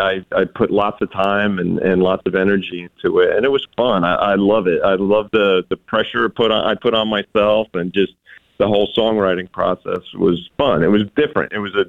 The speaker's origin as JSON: {"language": "English", "region": "New Jersey", "country": "United States", "tie": "born or raised there", "moved": "yes", "said": "I moved back to my home state of New Jersey, which is known as the Garden State."}